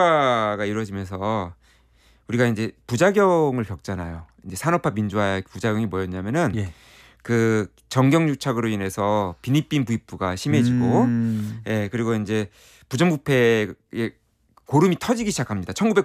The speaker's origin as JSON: {"language": "Korean", "country": "South Korea", "said": "그래서 내가 이제 한국에서 왔다 그러니까 다들"}